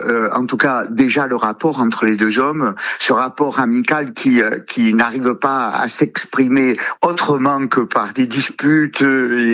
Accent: Southern France, France; accent: southern; moi j'ai vraiment un accent, je suis d'ici, je suis du sud

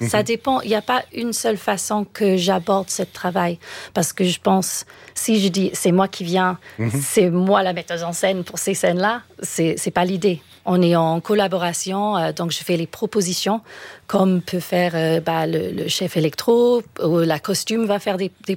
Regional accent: United Kingdom; French is a second language; now in France; Moi, je ne sais pas si vous avez entendu mon petit accent. Je suis britannique à la base.

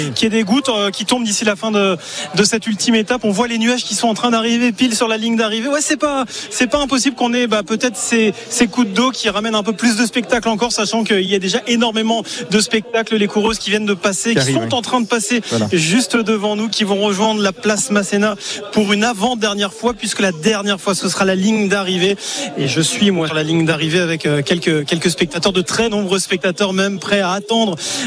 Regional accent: Nice, Provence-Alpes-Côte d'Azur, France; Ouais, je suis de Nice, effectivement.

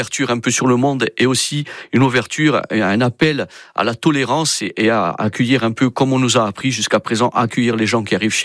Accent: Corsica, France; On parle quand même de l'accueil chez nous en Corse de personnes de couleur, et puis aussi l'accueil des autres, parce que nous, Corses, nous sommes quand même des sacrés voyageurs

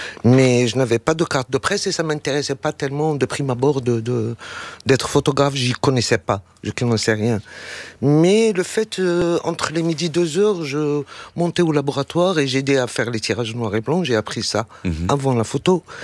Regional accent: Morocco; born or raised there

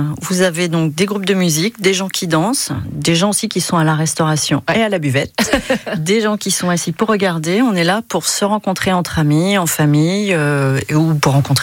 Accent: Rennes, Brittany, France; born there; now in Pessac, France; Je suis née à Rennes

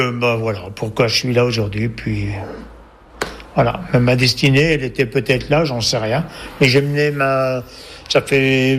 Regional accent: Couches, Bourgogne-Franche-Comté, France; Bon, je suis né à Couches, je suis resté à Couches.

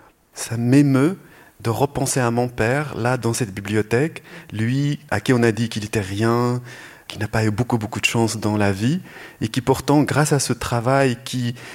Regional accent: Rabat, Rabat-Salé-Kénitra, Morocco; born there; À l'hôpital d'Avicenne à Rabat.

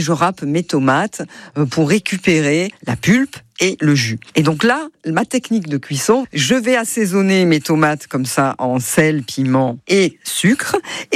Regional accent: Provence-Alpes-Côte d'Azur, France

